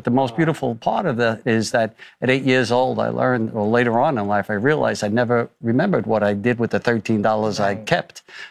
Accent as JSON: {"language": "English", "town": "New York City", "region": "New York", "country": "United States", "said": "We're all from Staten Island."}